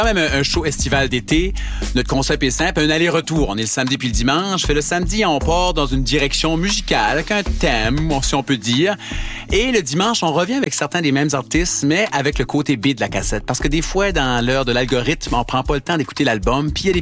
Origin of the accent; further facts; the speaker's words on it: New Brunswick, Canada; Et comme j'ai un POV du Canada, de l'Acadie, moi, je viens du Nouveau-Brunswick, c'est certain que j'ai des références musicales différentes.